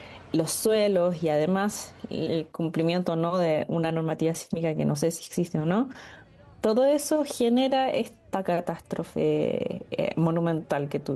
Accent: Chile; yo soy chilena

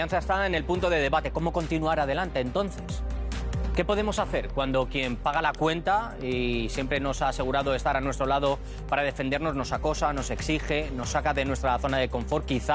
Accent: Spain; yo me lo pregunto como español y como europeo

